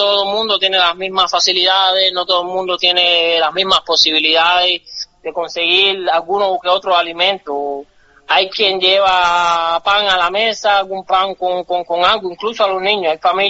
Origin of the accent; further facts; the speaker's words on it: Cuba; A veces entre nosotros los cubanos nos decimos